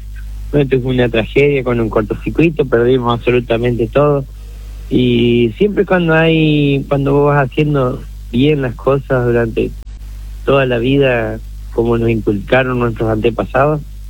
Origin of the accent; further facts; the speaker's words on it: Entre Ríos, Argentina; accent: correntinado (Corrientes-like); estamos en noreste de Entre Ríos, contracorrientes, por eso hablamos medio correntinado.